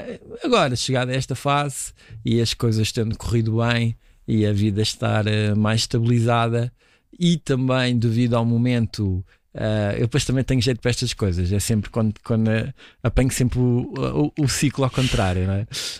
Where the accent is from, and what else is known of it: Lisbon, Portugal; born or raised there